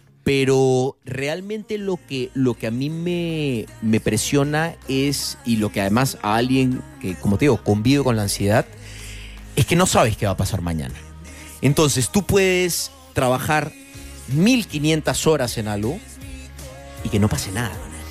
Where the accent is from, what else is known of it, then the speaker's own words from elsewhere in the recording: Peru; now in Spain; si yo he llegado a España como peruano a tocar puertas